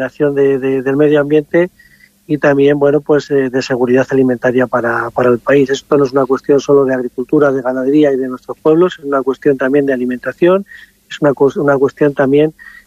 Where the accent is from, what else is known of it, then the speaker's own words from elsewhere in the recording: Sinlabajos, Castile and León, Spain; y aquí estamos en mi pueblo, Sin Lavajos.